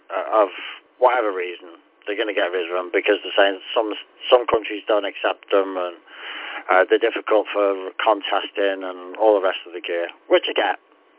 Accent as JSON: {"language": "English", "town": "Liverpool", "region": "North West England", "country": "United Kingdom", "said": "I come from Liverpool."}